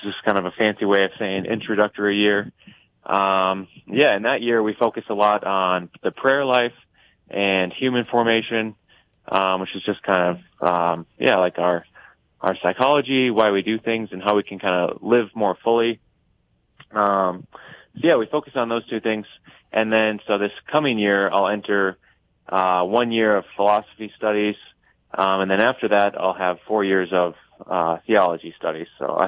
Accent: Jamestown, North Dakota, United States; I grew up in Jamestown, North Dakota, just an hour and a half west of Fargo. And yeah, I grew up there too. Catholic family, we were raised in the sacraments.

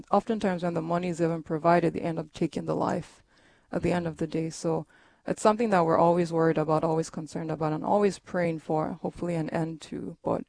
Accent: Lagos, Nigeria; born there; also born or lived in Abuja; So I was born in Lagos. That used to be the then capital of Nigeria, but then shortly after we moved, or right before we moved to Abuja, that Abuja then also became the capital of the country. So that's where my family is based.

